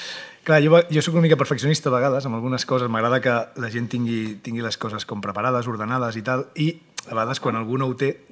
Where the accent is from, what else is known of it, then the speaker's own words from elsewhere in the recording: Begues, Catalonia, Spain; meu poble... que és que soc molt muntanyenc, llavors de seguida tiro amunt. Del meu poble, doncs, puc dir la part de la... la part de l'ermita de Brugués